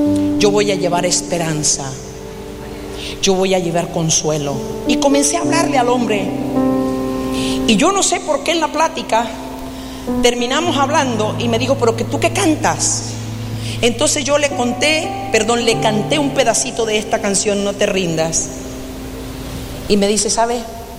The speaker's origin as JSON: {"language": "Spanish", "town": "Barranquilla", "region": "Atlántico", "country": "Colombia", "said": "vas para Barranquilla, ¿verdad? ¿Tú de dónde eres? Le digo, de ahí."}